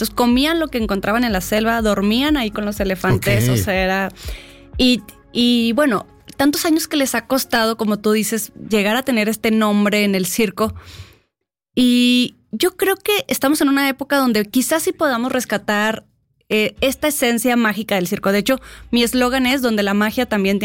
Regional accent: Monterrey, Nuevo León, Mexico; moved away; yo soy de Monterrey, tengo 16 años acá.

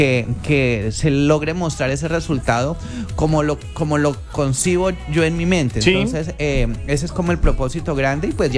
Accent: San Vicente del Caguán, Caquetá, Colombia; born there; now in Neiva, Colombia; No, soy nacido en Valsilla, San Vicente del Caguán, Caquetá, pero radicado en la ciudad de Neiva más de 25 años. O sea, soy más opita que la chira, que la aguardiente doblianís y que el propio alfandoque.

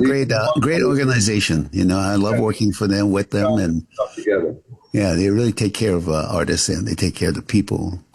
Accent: Maui, Hawaii, United States; me and some other guys from Maui

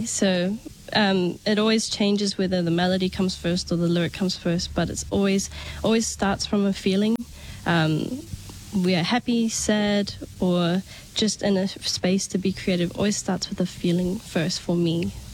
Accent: Auckland, New Zealand; my mum was born here in New Zealand in Auckland, and I was also born and raised in West Auckland.

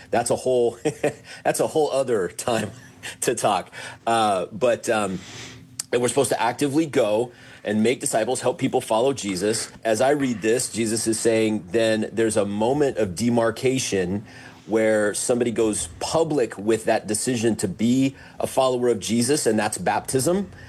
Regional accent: Oregon, United States; also born or lived in Washington; now in Sioux Falls, United States; I grew up in the Northwest, in Oregon and Washington. I went to school up there.

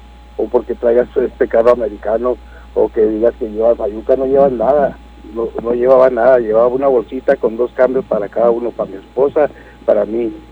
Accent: Valle de Juárez, Chihuahua, Mexico; yo soy vallejuarense 100%, yo nací en el Valle de Juárez y pago mis impuestos mexicanos y pago impuestos americanos

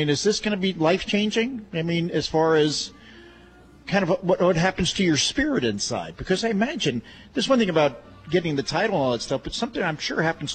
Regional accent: New Jersey, United States; I they didn't say anything because I'm from New Jersey and I'm learning stuff

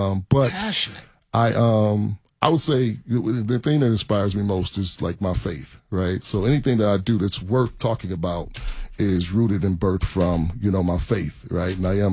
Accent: Detroit, Michigan, United States; also born or lived in San Antonio, Texas; Born and raised in Detroit. Raised my family in Detroit.

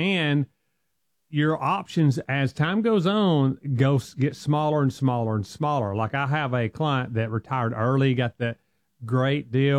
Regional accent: the South, United States; accent: Southern; And I know I'm from the South and I got a strong accent.

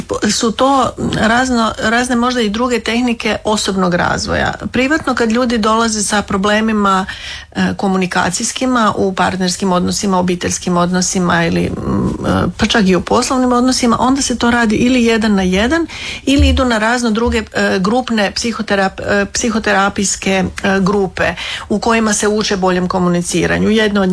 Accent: Slavonia, Croatia; Kao što se kod mene možda ne čuje toliko, jer sam odrasla u Slavoniji, gdje se govori, gdje i naglasci nisu toliko izraženi.

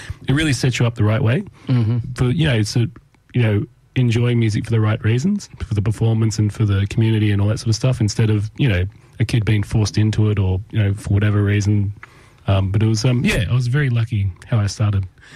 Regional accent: Tamworth, New South Wales, Australia; I grew up in Tamworth, yes.

